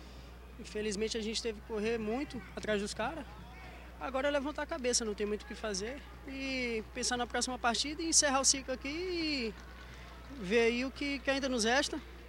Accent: Nova Olinda do Maranhão, Maranhão, Brazil; Sou de Nova Olinda, do Maranhão

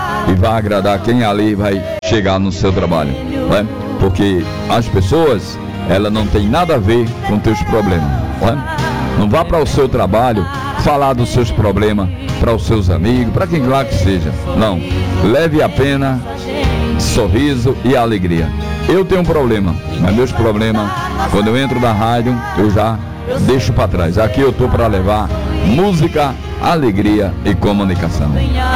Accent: Terra Vermelha, Brazil; born there; A minha força de expressão é a linguagem que eu falo. Matuto. Eu sou matuto. Lá de Terra Vermelha. Quando eu nasci lá em Terra Vermelha

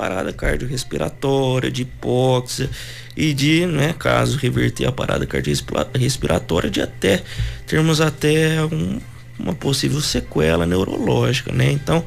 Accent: Ribeirão Preto, São Paulo, Brazil; moved away as an adult; now in Avaré, Brazil; De Avaré, tanto meu pai quanto minha mãe são daqui de Avaré, porém eu cresci na cidade de Ribeirão Preto, me formei lá, fiz universidade.

